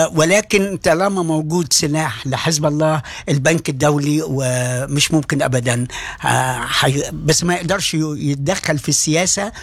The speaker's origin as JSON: {"language": "Arabic", "country": "Egypt", "said": "فبيكون عندهم اشياء زي مثلا عندنا في مصر مليانه في حاجات كتير جدا"}